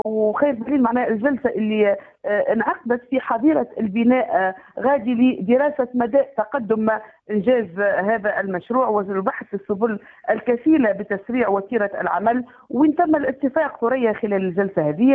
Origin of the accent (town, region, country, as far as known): Kebili Governorate, Tunisia